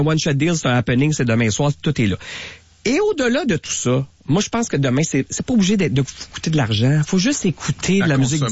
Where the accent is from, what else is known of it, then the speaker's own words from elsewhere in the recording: Quebec, Canada; on vient du Québec.